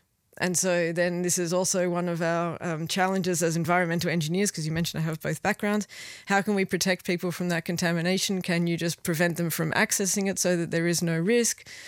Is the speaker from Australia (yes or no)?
yes; Perth, Western Australia, Australia; now in Luxembourg; When you're growing up in Perth, which is what I did